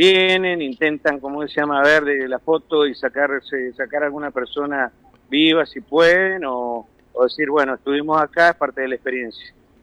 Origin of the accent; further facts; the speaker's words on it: Mendoza, Argentina; now in Newark, United States; yo soy mendocino y he estado en Nueva York, viviendo en Newark.